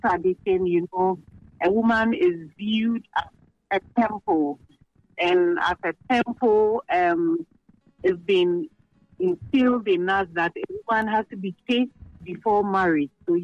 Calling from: Ashoman Estate, Greater Accra, Ghana; I'm calling from Ashoman Estate.

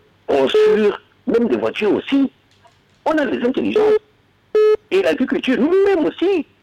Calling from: Gabon; je parle du Gabon parce que je suis Gabonais.

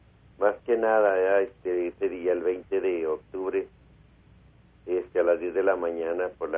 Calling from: Ciudad Juárez, Chihuahua, Mexico; acá en Juárez

